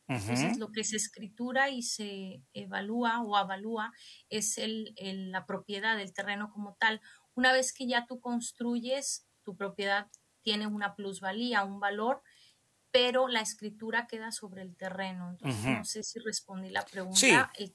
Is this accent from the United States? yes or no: no; Baja California, Mexico; Mis padres son de Michoacán. Ah. Y yo crecí y estudié en Baja California.